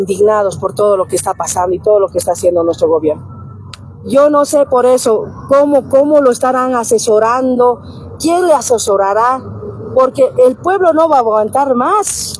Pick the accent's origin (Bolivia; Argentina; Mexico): Bolivia; Porque somos pueblo y nosotros somos bolivianos, vamos a dar la cara